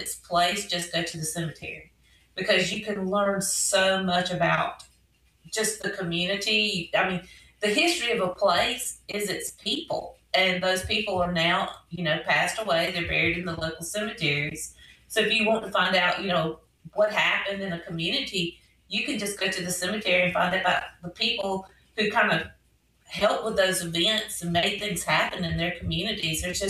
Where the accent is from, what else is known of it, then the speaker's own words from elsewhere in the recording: Greenville, Alabama, United States; I am from Greenville, Alabama. I have lived in Butler County pretty much all my life.